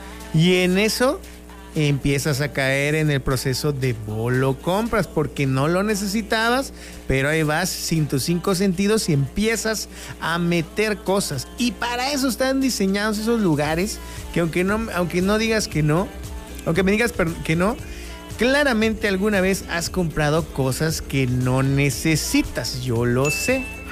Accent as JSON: {"language": "Spanish", "region": "Chiapas", "country": "Mexico"}